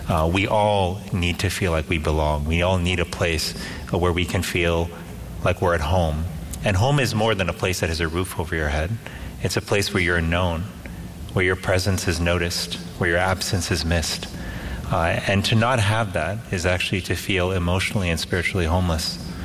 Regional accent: Miami, Florida, United States; I was born in Miami and brought up in Miami, they say, you don't really look like someone who's from Miami.

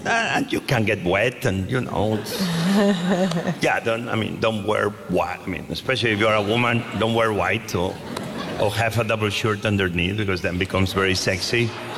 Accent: Barcelona, Catalonia, Spain; when I grew up in Barcelona, this is very Catalan. And this is something you see in the farms in Catalonia.

